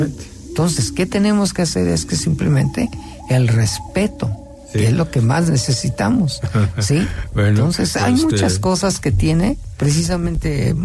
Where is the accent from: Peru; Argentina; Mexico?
Mexico; nosotros somos mexicanos